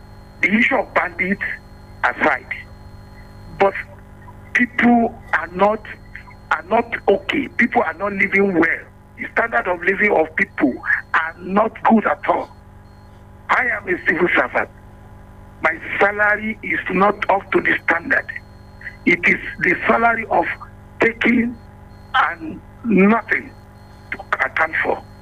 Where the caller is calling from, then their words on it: Nigeria; I am calling from Oloje.